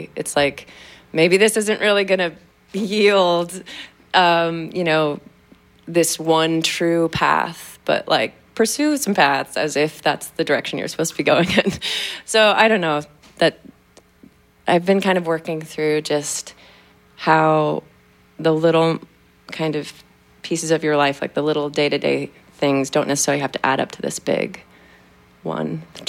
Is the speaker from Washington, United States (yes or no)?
yes; Tacoma, Washington, United States; moved away as an adult; also born or lived in New York; I grew up in Tacoma, Washington.